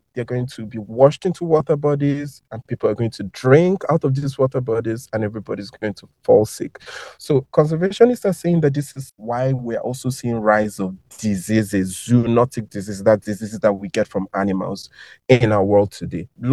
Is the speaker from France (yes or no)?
no; Lagos, Nigeria; I grew up in Lagos, which is a big city